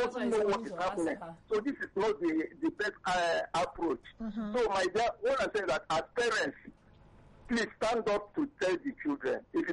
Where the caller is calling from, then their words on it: Oyede, Nigeria; calling from Oyede.